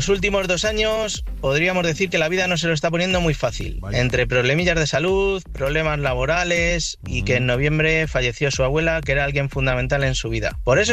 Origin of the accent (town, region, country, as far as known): Madrid, Community of Madrid, Spain